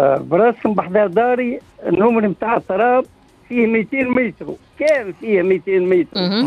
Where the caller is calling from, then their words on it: Siliana, Tunisia; القعفور ولايه سليانه